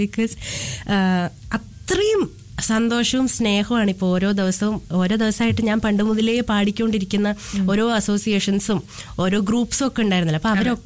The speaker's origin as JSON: {"language": "Malayalam", "country": "Qatar", "tie": "born or raised there", "said": "ഞാൻ ഇവിടെയാണ് ജനിച്ചത്, ഇവിടെയാണ് പഠിച്ചത്."}